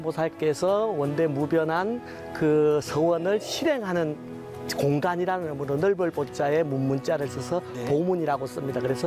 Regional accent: Hadong, South Gyeongsang, South Korea; moved away; 제 고향이 네. 저기 지리산 밑에 쌍계사라고 하는 절 아래에서 태어나서 자랐어요. 그래서 거기가 8만 구암자가 있을 정도로 절이 많아서 네. 어려서부터 불교 이야기는 많이 듣고 자랐습니다.

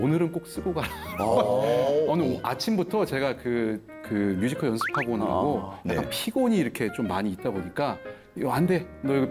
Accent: Seoul, South Korea; born there; 저는 태어나기로는 서울에 태어났는데 저도 뭐 충청의 피가 흐르고 있죠.

